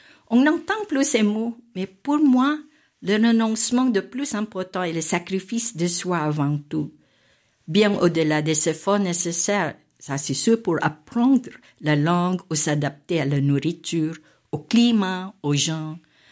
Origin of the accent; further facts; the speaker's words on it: Philippines; now in France; Mais quand j'ai quitté les Philippines, je faisais que... Vous savez, ce que je savais faire, ce qui me convenait, me permettant ainsi de mettre à profit mes compétences. Mais arrivé en France avant, tant d'incertitudes